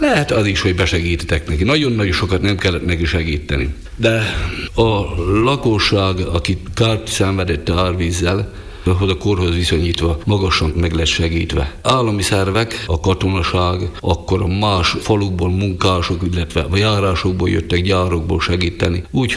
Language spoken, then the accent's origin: Hungarian; Kolozsnéma, Nitra Region, Slovakia; Ugye gyerekkoromtól én a Duna mellett nőttem, kolozsnémai születésű vagyok